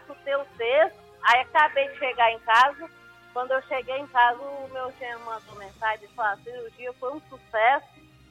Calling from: Divinópolis, Minas Gerais, Brazil; Divinópolis, Minas Gerais.

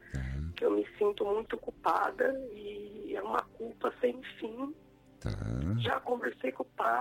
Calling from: São Paulo, Brazil; De algum lugar aqui do estado de São Paulo.

